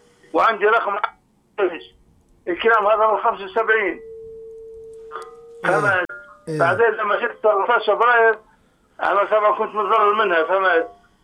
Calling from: Libya; أنا أخوك ليبي أبا عن جد باهي.

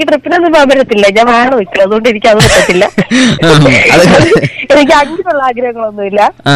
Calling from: Kerala, India; ഞാൻ പടിഞ്ഞാറക്കര.

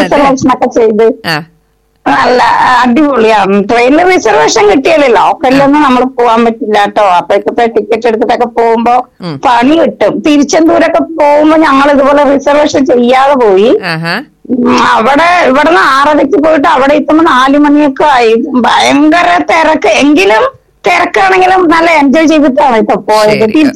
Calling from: Peruvemba, Kerala, India; Peruvamba.

